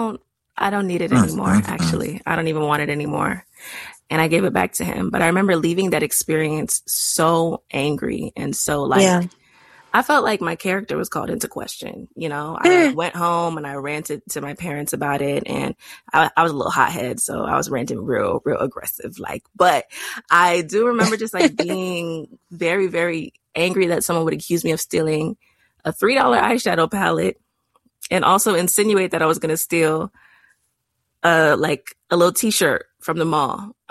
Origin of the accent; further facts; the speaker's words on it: Texas, United States; now in DMV area (Washington, D.C. region), United States; So right now I'm in the DMV area, but I grew up in Texas, which is very, very southern.